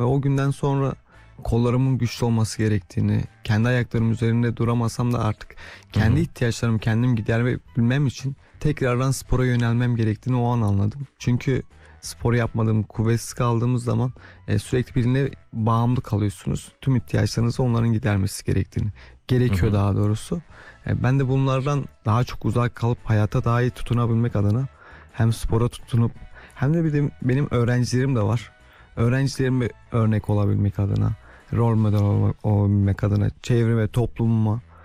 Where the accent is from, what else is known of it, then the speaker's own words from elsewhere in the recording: Kağızman, Kars, Turkey; born there; 27 yaşındayım. Kars Kazman doğumluyum.